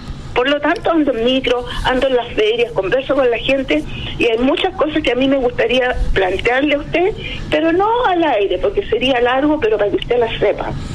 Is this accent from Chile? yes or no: yes; Santiago Metropolitan Region, Chile; Nacida y criada en Las Valles, al llegar a Rodrigo de Araya.